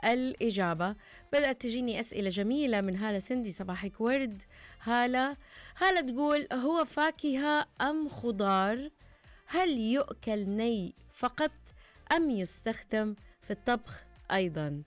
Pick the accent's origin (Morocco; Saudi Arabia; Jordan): Saudi Arabia; Mecca, Makkah Province; طيب عبير، الله بنت مكة، انا كمان بنت مكة